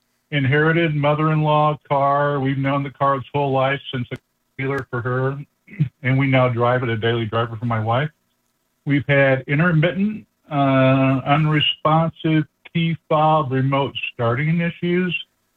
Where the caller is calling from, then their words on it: Sioux Falls, South Dakota, United States; I'm calling from about 20 miles down the road in southeast Sioux Falls.